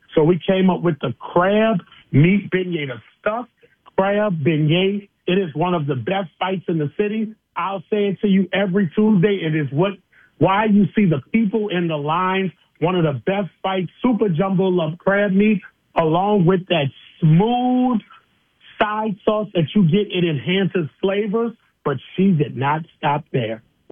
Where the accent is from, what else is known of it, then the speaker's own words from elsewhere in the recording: the South, United States; Being a Southerner, we do tea right.